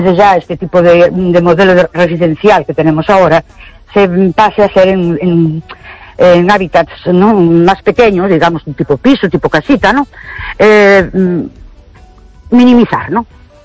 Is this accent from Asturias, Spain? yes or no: no; Ourense, Galicia, Spain; Buenas noches … de Ourense.